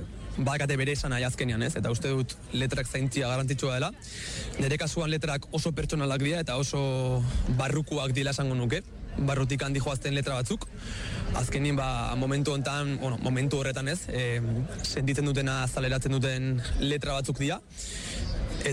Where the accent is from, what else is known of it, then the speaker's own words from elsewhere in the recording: Oiartzun, Basque Country, Spain; txikitan hasi nintzen ba herriko musika eskolan, Oiartzungo musika eskolan